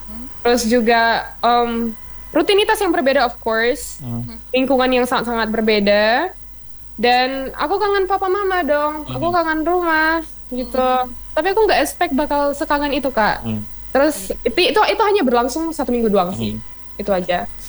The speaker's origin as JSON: {"language": "Indonesian", "country": "Indonesia", "also_born_or_lived": "Canada", "moved": "yes"}